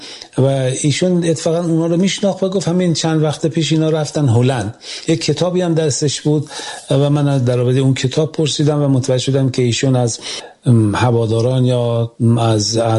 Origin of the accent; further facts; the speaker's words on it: Iran; ولی خب بعد مترجم اومد و روشن شد که ما از ایران اومدیم.